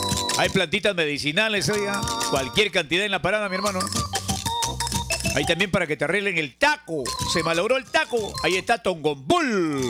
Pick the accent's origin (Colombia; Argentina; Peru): Peru; Somos peruanos.